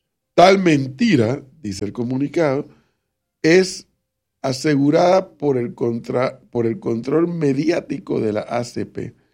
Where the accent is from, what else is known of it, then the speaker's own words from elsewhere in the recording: Panama; los campesinos no somos ciudadanos panameños y somos población descartable